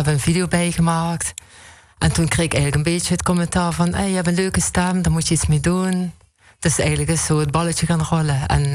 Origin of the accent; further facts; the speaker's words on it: Kerkrade, Limburg, Netherlands; is 52 jaar. Geboren en getogen in Eigenshoven, Kerkrade.